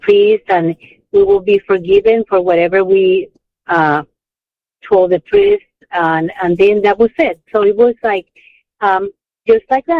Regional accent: Puerto Rico; accent: Puerto Rican; moved away; I was born in Puerto Rico in the center of the island

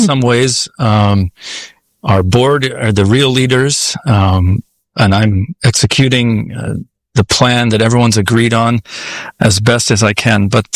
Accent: Kenya; moved away; I grew up in Kenya in East Africa.

